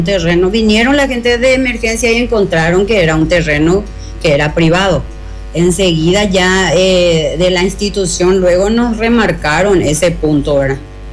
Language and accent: Spanish; Paraguay